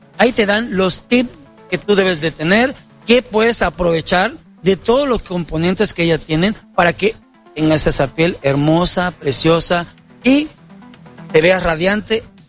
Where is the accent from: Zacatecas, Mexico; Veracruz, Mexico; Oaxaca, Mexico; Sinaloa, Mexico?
Veracruz, Mexico; Ya como buen mexicano, como buen jarocho